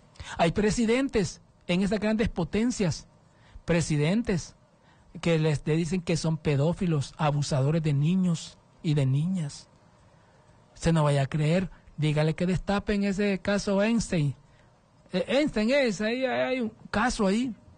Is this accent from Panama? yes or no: no; Honduras; políticos sin vergüenza que tienen a la gente como esclavos aquí en mi país.